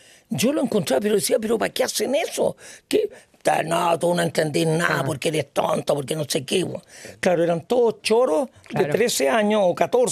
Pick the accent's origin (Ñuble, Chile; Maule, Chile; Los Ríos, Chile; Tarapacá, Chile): Maule, Chile; Parral; also born or lived in Valparaíso / Villa Alemana / Talca; De Parral. En Parral me crié. En realidad yo nací en Valparaíso.